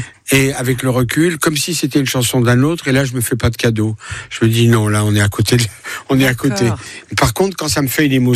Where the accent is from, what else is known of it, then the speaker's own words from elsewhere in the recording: Paris, Île-de-France, France; born there; Traversé la mer dans un bateau dans le ventre de ma mère, et je suis né à Paris.